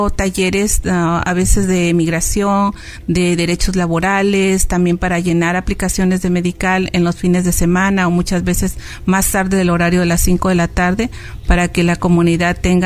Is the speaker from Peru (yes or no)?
no; Mexico; que se sientan orgullosos de que somos mexicanos, de las raíces y la cultura que tenemos